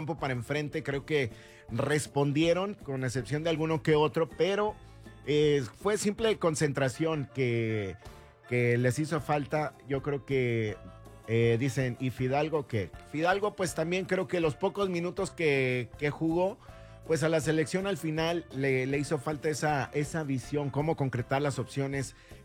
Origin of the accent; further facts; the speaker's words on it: Mexico; Y como mexicanos volvimos a creer, como mexicanos volvimos a unirnos